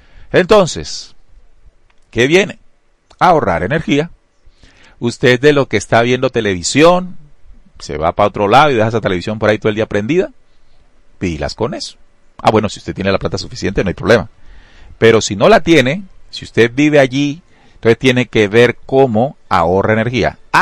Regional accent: Caribbean coast, Colombia; de que los costeños no siguiéramos pagando tarifas tan caras

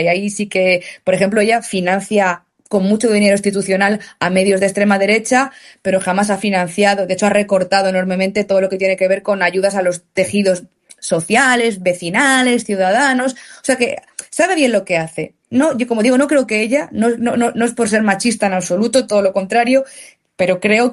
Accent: Madrid, Community of Madrid, Spain; porque yo como madrileña, que sufro vivir aquí

